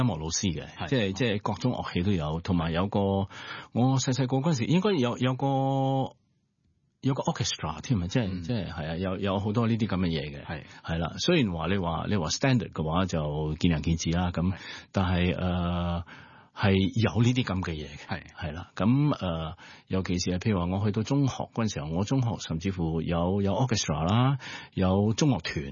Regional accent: Malaysia; 咁我即係由細到大。即係喺馬來西亞，

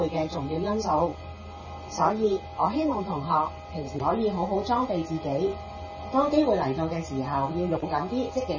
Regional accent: Hong Kong; 而身为香港人，

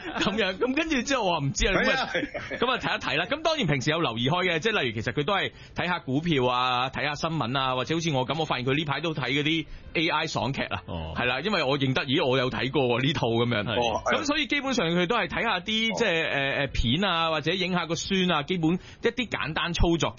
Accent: Hong Kong; 我哋香港人

